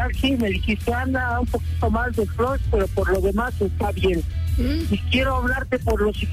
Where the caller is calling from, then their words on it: Cuautitlán Izcalli, State of Mexico, Mexico; yo también soy de Cuautitlán, Izcalli.